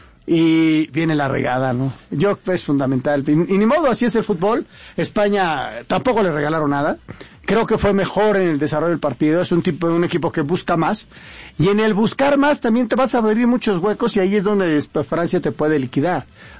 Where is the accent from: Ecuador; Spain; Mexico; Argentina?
Mexico; mi familia es de allá, yo soy mexicano y me hubiera gustado más que hubiera ganado México, claro.